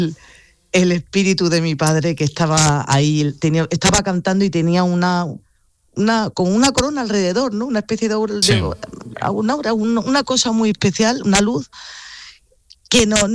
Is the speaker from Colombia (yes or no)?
no; Granada, Andalusia, Spain; yo soy de Granada, soy una enamorada de mi tierra